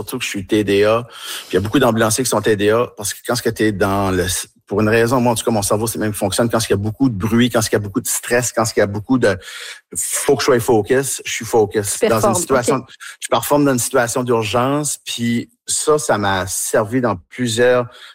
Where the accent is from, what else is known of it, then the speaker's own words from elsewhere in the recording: Tracadie, New Brunswick, Canada; accent: Tracadie; je parle avec mon accent tracadie un peu plus, puis je me laisse aller